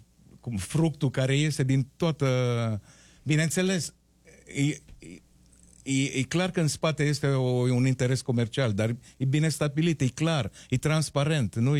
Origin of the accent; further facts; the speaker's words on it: Romania; să ne bucurăm că suntem români